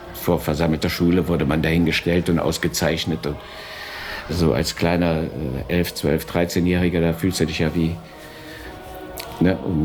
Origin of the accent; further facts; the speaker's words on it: Thuringia, Germany; Ich bin geboren in Hallingstadt und wir hatten da, wo wir gewohnt haben, da nannte sich Klausberg